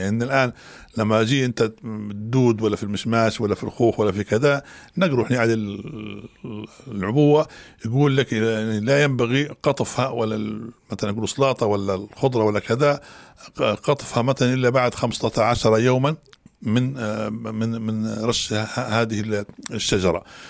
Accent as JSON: {"language": "Arabic", "country": "Libya", "said": "وأنتم نعرف وإحنا كنا كليبيين نعرفوا استنزاف الأرض"}